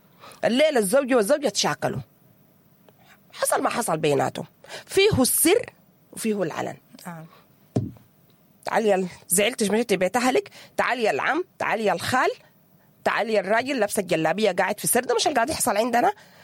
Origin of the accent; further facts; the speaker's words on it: Sudan; احنا كسودانيين متعودين على الاحتزار